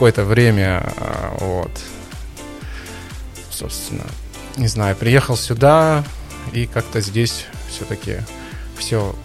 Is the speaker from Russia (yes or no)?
yes; Sakhalin Oblast, Russia; Да, я с Сахалина, мне 39 лет